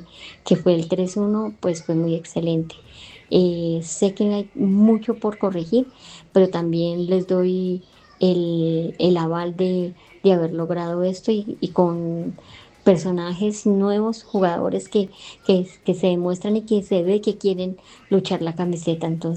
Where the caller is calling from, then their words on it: Soacha, Cundinamarca, Colombia; Desde acá les hablo desde Soacha, San Mateo.